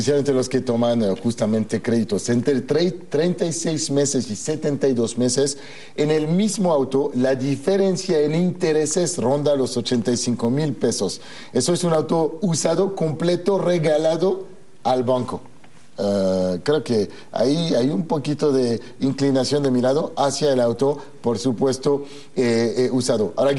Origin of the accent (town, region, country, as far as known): Mexico